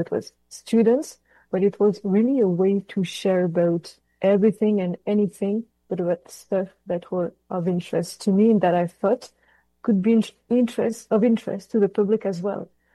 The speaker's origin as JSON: {"language": "English", "region": "Normandy", "country": "France", "tie": "born or raised there", "also_born_or_lived": "Ottawa, Canada", "second_language": "English", "moved": "as an adult", "lives_now": "Canada", "said": "I come from Normandy in France, and I've been surrounded my whole childhood and adulthood by Canadian flags and Quebecois flags because I've grown up in Juno Beach, so where the Canadian Army landed."}